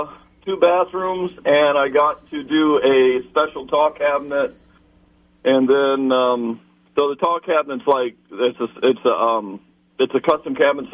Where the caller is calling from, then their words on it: Traverse City, Michigan, United States; I'm in Traverse City right now.